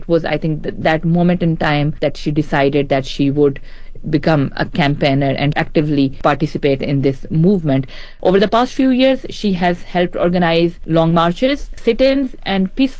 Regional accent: Pakistan; I am a Pakistani national

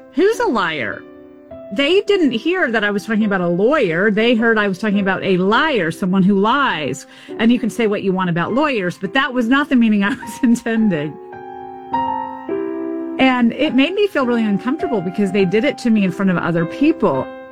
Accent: Memphis, Tennessee, United States; I grew up in Memphis, Tennessee, definitely an accented place that was aware of its accent. All my formative accent years were there

